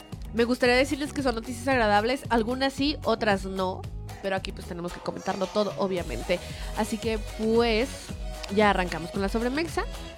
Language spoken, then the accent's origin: Spanish; Mexico; porque mexicanos, soy mexicano, esa es mi bandera.